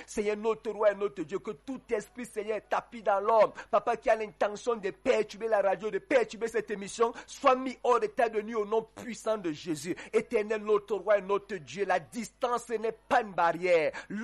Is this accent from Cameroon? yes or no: yes; Cameroon; en tant que Camerounais vivant dans ce pays.